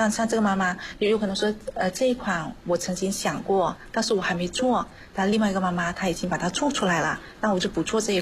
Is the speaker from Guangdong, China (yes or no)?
yes; Guangdong, China; now in Shenzhen, China; 我原来也是广东的，但是是广东别的城市。